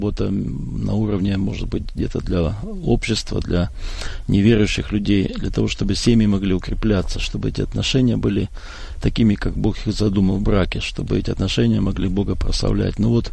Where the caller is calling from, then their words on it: Omsk, Omsk Oblast, Russia; мы приехали из России, здесь находимся в гостях, и мы живем в самом сердце, в самом центре России, в Сибири, в городе Омске.